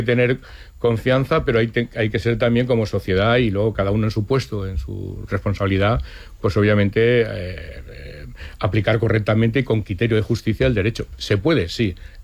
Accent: Valencian Community, Spain; tanto Javier Plaza como yo somos valencianos

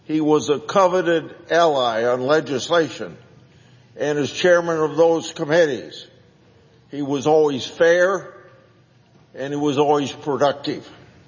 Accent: Iowa, United States; Senator Graham was no stranger to my home state of Iowa

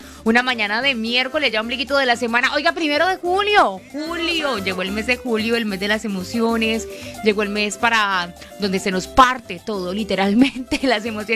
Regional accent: Colombia; Entre nosotros como colombianos

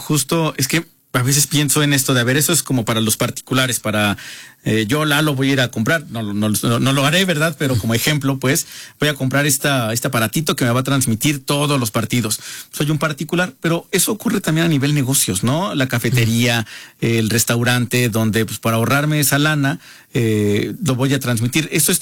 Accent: Mexico

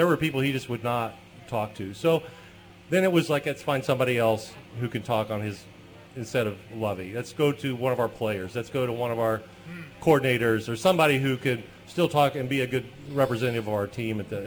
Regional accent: Hammond, Illinois, United States; I grew up in Hammond, Illinois. Okay, so listen, it was not a very diverse school district.

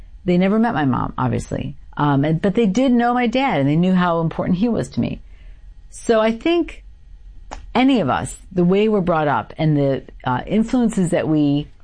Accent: Endicott, New York, United States; I grew up in the Triple Cities. There's three small towns, Binghamton, Johnson City, and Endicott. So I actually grew up in Endicott.

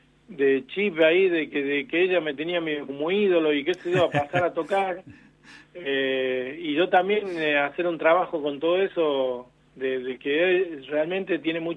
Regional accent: Frías, Santiago del Estero, Argentina; moved away; mi pueblo natal, que es Frías

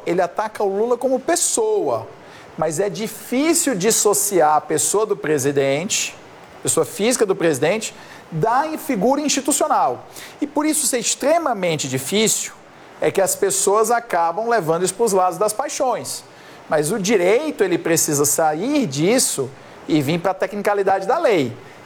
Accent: Ceará, Brazil; Não, é que na minha terra diz assim, colocou um foguete para mim. É. Ah, no Ceará a gente fala assim, colocou um foguete para mim.

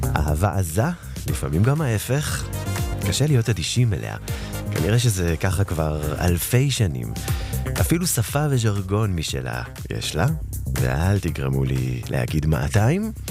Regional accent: Jerusalem, Jerusalem District, Israel; moved away as an adult; now in Tel Aviv, Israel; נולדתי בירושלים, דור אלוהים יודע כמה. גרתי בכל חיי עד לפני 7 שנים שמה לעשות נטשתי לתל אביב.

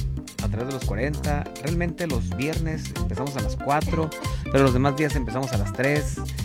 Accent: Punta Banda, Baja California, Mexico; Y soy de Punta Banda, pero pues toda la vida he vivido en Punta Banda

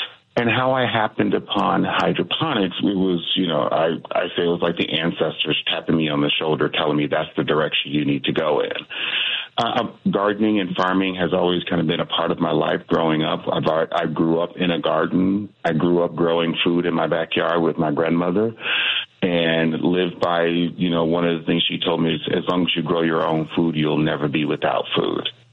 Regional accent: Ford Heights, Illinois, United States; I am a native of Ford Heights, born and raised in Ford Heights, went to all of the schools in Ford Heights.

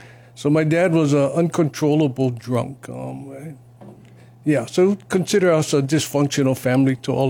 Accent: Honolulu, Hawaii, United States; I grew up right next door to where the Hawaii Convention Center is.

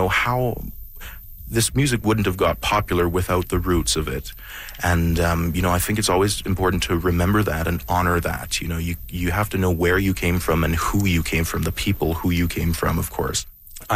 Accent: Sucker Creek, Alberta, Canada; That's, you know, I'm from Sucker Creek, but Big Stone is, I have lots of family from there.

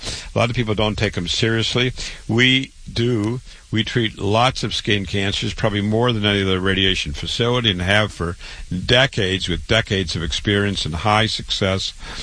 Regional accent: Waterloo, Iowa, United States; I'm a board-certified, triple board-certified cancer doctor. I was born and raised in Waterloo, Iowa.

